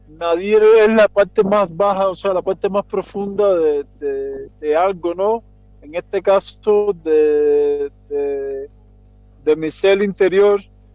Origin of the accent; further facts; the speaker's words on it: Cuba; now in Mexico; Estoy trabajando en un álbum ahora mismo que es parte de todo el proceso desde que salí de Cuba hasta ahora aquí, hasta lo que he estado viviendo actualmente ahora aquí en México.